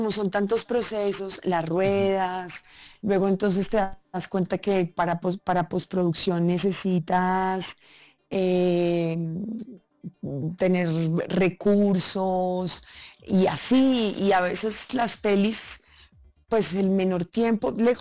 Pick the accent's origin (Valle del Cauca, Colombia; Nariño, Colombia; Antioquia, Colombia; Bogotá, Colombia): Antioquia, Colombia; Medellín; En mi tierra, Medellín